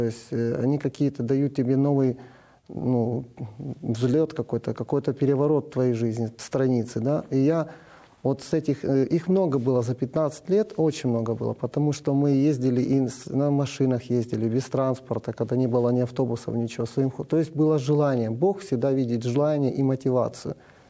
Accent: Dnipro, Dnipropetrovsk Oblast, Ukraine; когда меня перевели в хор молодежный в городе Днепропетровске, откуда я родом, я был самый практически старший.

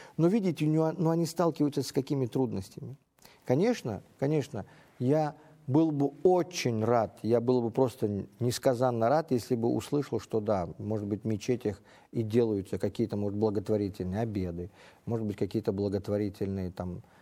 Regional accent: Uzbekistan; moved away; я сам уроженец азиатских стран, я сам уроженец Узбекистана. И я знаю, каков наш народ.

